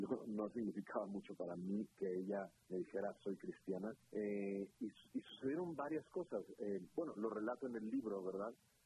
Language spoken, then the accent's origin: Spanish; Monterrey, Nuevo León, Mexico; como yo soy de Monterrey, Nuevo León, es una expresión norteña